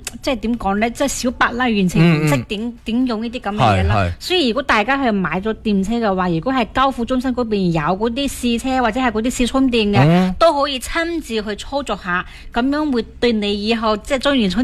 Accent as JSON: {"language": "Cantonese", "town": "Meizhou", "region": "Guangdong", "country": "China", "tie": "born there", "moved": "as an adult", "lives_now": "Foshan, China", "said": "因为就算我乡下，我可能一年翻两次"}